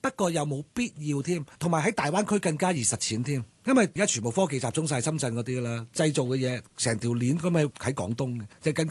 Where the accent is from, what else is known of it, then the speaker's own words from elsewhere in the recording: Hong Kong; 我自己身為土生土長香港人，我梗係以香港為個基本㗎啦。